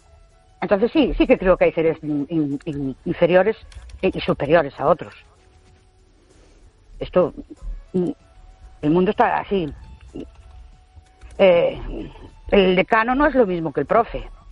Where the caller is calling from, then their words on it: Ourense, Galicia, Spain; de Urense